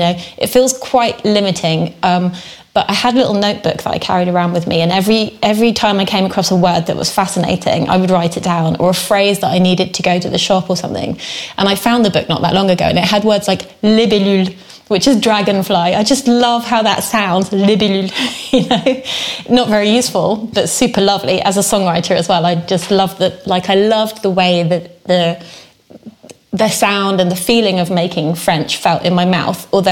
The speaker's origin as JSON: {"language": "English", "country": "United Kingdom", "also_born_or_lived": "London", "moved": "as an adult", "lives_now": "France", "said": "as a Brit"}